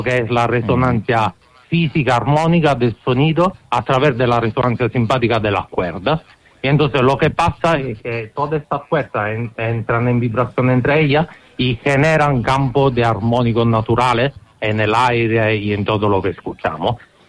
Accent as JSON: {"language": "Spanish", "country": "Italy", "second_language": "Spanish", "moved": "yes", "said": "Pues se entiende que soy italiano, ¿no?"}